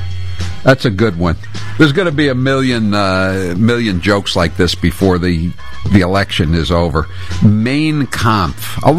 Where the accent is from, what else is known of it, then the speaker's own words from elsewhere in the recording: New England, United States; I come from New England.